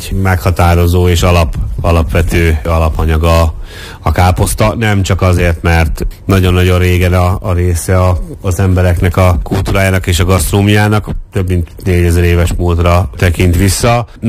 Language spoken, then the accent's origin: Hungarian; Hungary; mivel magyarok vagyunk